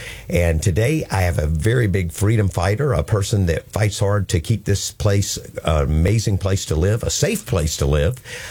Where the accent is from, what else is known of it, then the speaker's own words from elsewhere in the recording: Florida, United States; I'm from Flagler County.